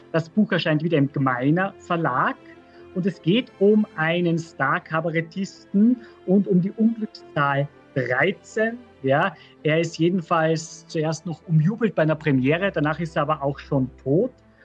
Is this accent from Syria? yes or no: no; Salzburg, Austria; ich bin selber gebürtiger Salzburger, atme in Salzburg